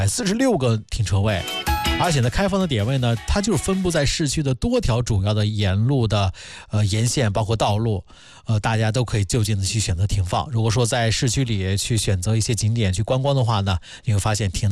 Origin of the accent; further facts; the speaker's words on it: Handan, Hebei, China; moved away; 像我的老家邯郸啊